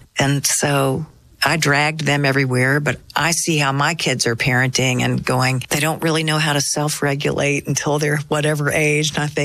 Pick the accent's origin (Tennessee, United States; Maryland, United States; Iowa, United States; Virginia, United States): Tennessee, United States; Nashville; But because I grew up in Nashville and just generations of friends, everything was buffered by community.